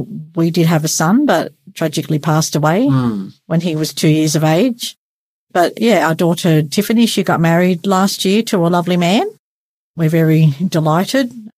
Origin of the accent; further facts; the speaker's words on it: Newcastle, New South Wales, Australia; now in Singleton, Australia; And he tried to get a transfer because I didn't want to live in Singleton. I grew up in Newcastle.